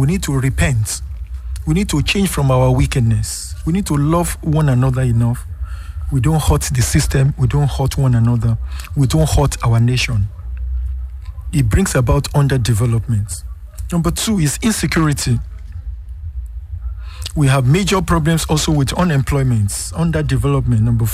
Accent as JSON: {"language": "English", "country": "Nigeria"}